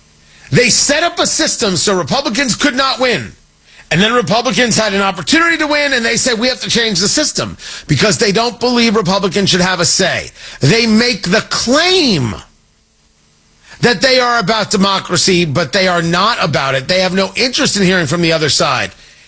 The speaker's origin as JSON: {"language": "English", "region": "New Jersey", "country": "United States", "tie": "born or raised there", "also_born_or_lived": "Brooklyn", "said": "Guys, I was born in Brooklyn. I grew up in Jersey. It's not the same New York."}